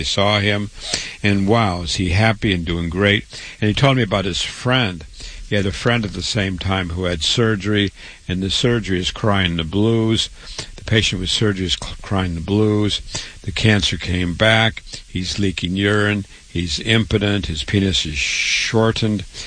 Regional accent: Waterloo, Iowa, United States; I was born and raised in Waterloo, Iowa. I went to public school, university, medical school, real MD.

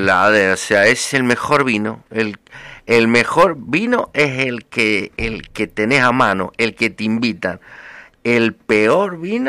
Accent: La Rioja, Argentina; born there; No, mi mamá es santiagueña y yo nací en La Rioja.

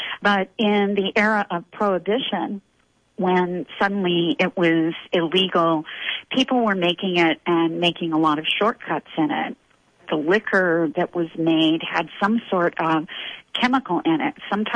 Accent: Corbin, Kentucky, United States; born or raised there

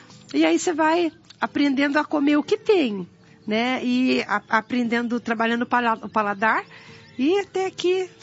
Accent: Bahia, Brazil; Mas Jesus nunca me levou para Bahia, mas eu sou baiana.

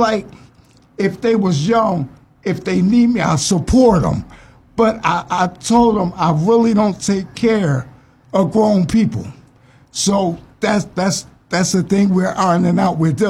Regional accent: New Jersey, United States; moved away as an adult; I had moved here. I relocated here from Jersey

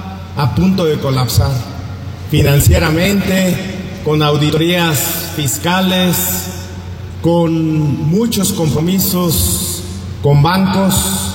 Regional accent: Hidalgo, Mexico; yo soy hidalguense

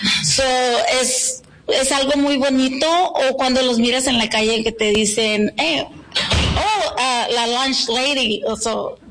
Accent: Ejido Hermosillo, Baja California, Mexico; moved away; Ok, yo soy del Valle de Mexicali. Del Ejido Hermosillo. Me vine aquí en el año 92

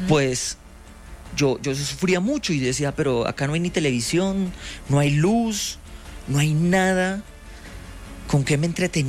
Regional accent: El Hato, Santander, Colombia; born there; moved away; also born or lived in Bogotá, Colombia; Yo nací en Bogotá, yo soy Rolo, pero yo me crié en un pueblo que se llama El Hato, Santander.

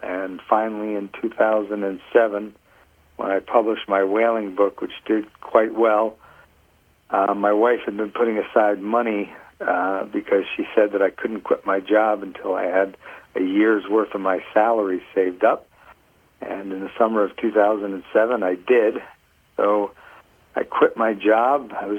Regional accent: Queens, New York, United States; also born or lived in Stamford, Connecticut; now in Marblehead, United States; I was born in Queens, New York. Most of my life up through high school was spent in Roslyn, Long Island, Queens, New York, and Stamford, Connecticut, all within a couple of miles of the ocean.

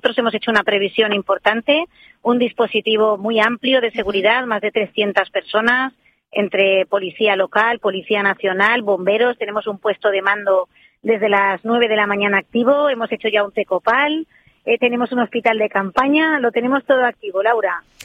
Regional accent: Spain; aquí somos todos de última hora, que somos españoles

